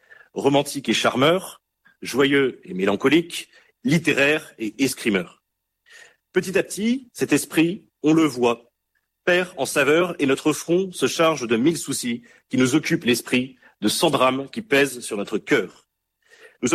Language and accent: French; France